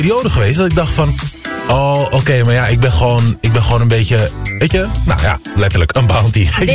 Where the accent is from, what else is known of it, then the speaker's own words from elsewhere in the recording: Suriname; ik ben Surinaamse jongen, ik werk bij het nieuws.